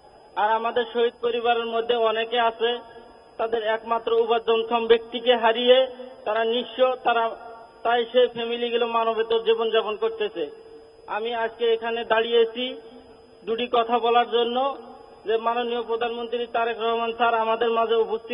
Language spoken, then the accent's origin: Bangla; North Bengal, Bangladesh; আমি উত্তরবঙ্গের মানুষ, আমরা একটু সবসময় অবহেলিত এলাকার মানুষ